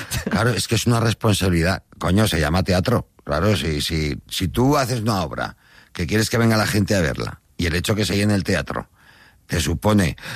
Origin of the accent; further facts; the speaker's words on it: Barcelona, Catalonia, Spain; born there; also born or lived in Aragon; Piensa que yo no nací en Zaragoza, yo nací en Barcelona y siendo no nacido en Aragón me hice muy aragonés desde que pisé esa tierra